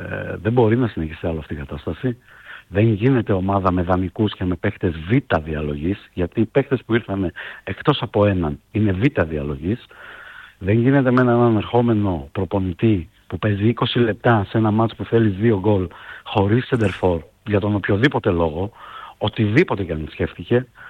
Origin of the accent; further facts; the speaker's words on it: Neapoli, Central Macedonia, Greece; Γιατί εγώ έζησα και μεγάλωσα στη Νεάπολη.